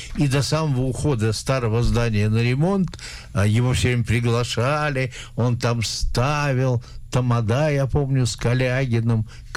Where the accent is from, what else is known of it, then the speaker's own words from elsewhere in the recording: Moscow, Russia; Я внутренне спорил, как москвич